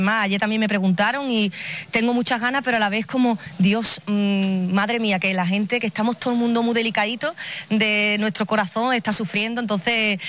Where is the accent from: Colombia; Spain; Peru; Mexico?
Spain; Ceuta; a mí me duele cada cosita que le hacen a mi tierra porque la amo